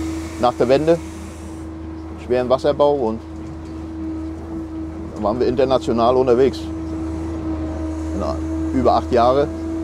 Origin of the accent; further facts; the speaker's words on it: Rostock, Mecklenburg-Vorpommern, Germany; Rostock ist meine Heimat und dann guckt man, dass man nachher im gewissen Alter nachher immer zu Hause bleibt, ne?